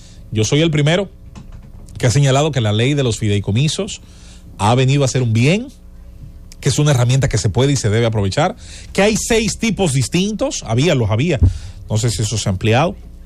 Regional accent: Azua de Compostela, Azua, Dominican Republic; en mi casa donde yo me crié en Asua

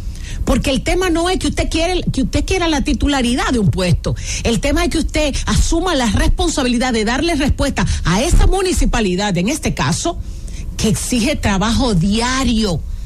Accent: Dominican Republic; si nosotros como dominicanos no entendemos que tenemos que revisar a quién votamos

